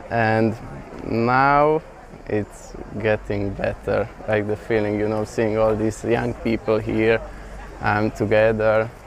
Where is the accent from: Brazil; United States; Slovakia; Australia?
Slovakia; I'm from Slovakia, but I'm Hungarian.